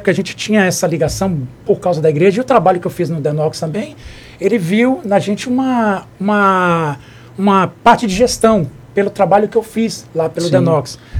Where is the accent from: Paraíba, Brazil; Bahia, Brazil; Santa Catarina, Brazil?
Bahia, Brazil; Presidente Jânio Quadros; moved away as an adult; now in Salvador, Brazil; eu sou do sertão da Bahia, né? Sou de Presidente Jânio Quadros, nasci, me criei lá, me formei em magistério lá.